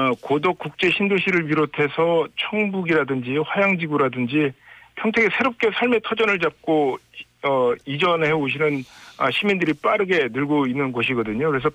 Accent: Pyeongtaek, Gyeonggi Province, South Korea; 제가 태어난 고향 팽성이라는 곳은 세계 최대 미군기지 캠프 험프리스가 있는 곳이고 농업진흥구역 중심인데 산단이 하나 있긴 하지만 주로 농업기반 도시고요.

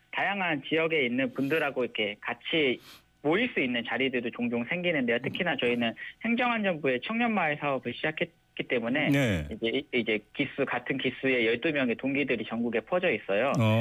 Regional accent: Asan, South Chungcheong, South Korea; 저도 사실 이제 아산이 고향이기는 하지만

